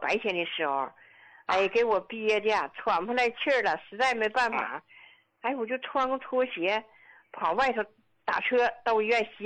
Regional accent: Yingkou, Liaoning, China; 我是来自辽宁，就是营口的患者。

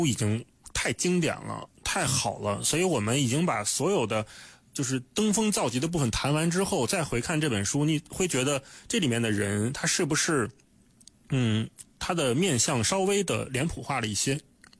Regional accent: China; 可能因为我们是中国人，

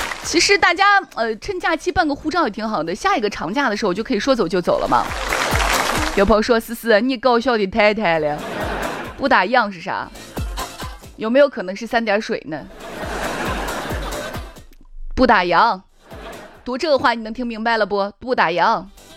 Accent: Xi'an, Shaanxi, China; 我们长安县，就是我是长安，你们知道有一个河堤不？我老家呢是河堤村

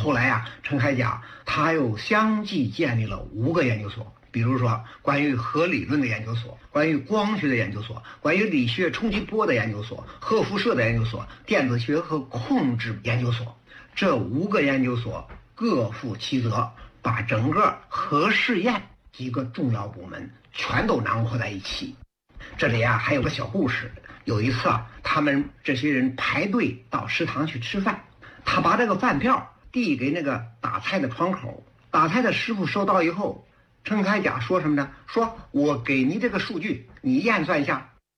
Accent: China

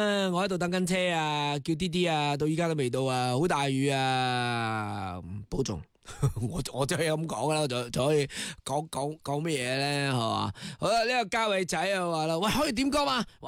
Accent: Guangdong, China; 我哋广东人衰为财啊

